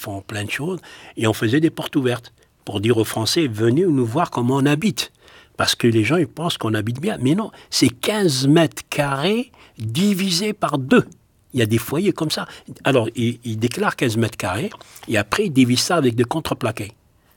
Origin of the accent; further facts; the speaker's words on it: Algeria; now in France; on a quitté l'Algérie, on a pensé c'est fini, on ne les trouve plus.